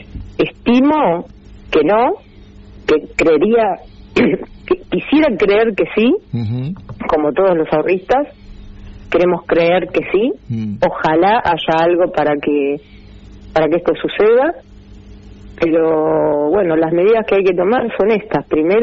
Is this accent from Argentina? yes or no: yes; Argentina; me la rebusco, como todo argentino.